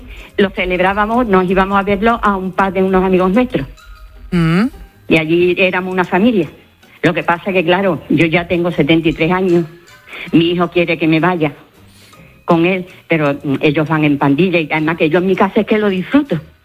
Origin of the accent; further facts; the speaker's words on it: La Línea de la Concepción, Andalusia, Spain; Yo soy de España, soy andaluza, soy linense. Así que fíjese usted lo que lo que tengo detrás. Soy guinense con mucho orgullo.